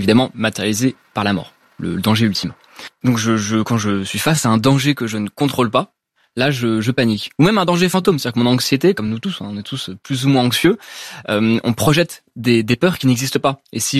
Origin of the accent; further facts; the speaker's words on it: Paris, Île-de-France, France; Alors, j'ai grandi à Paris, donc du coup, bon, j'ai grandi autour des gratte-ciels, avec pour source d'inspiration ce que je voyais devant moi, donc les bâtiments haussmanniens, les grands gratte-ciels du 13e arrondissement.